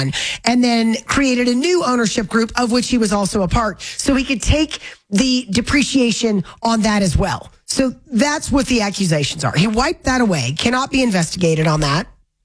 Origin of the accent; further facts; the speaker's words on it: Florida, United States; accent: southern; moved away; The southern accent where I'm from in northern Florida is a hard redneck accent.